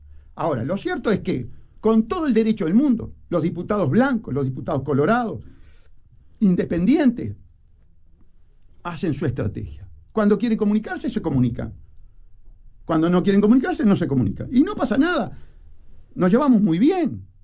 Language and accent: Spanish; Montevideo, Uruguay; soy de Sayago.